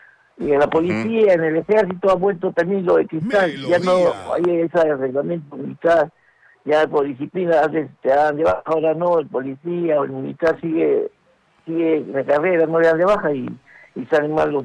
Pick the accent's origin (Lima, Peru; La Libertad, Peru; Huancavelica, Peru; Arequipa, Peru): Lima, Peru; moved away as an adult; yo soy de Lima, soy de Breña, y se radico acá ya 30 años.